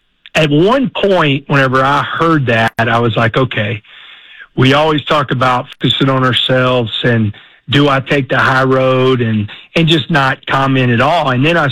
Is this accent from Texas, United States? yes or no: yes; Texas, United States; I'm a Texan through and through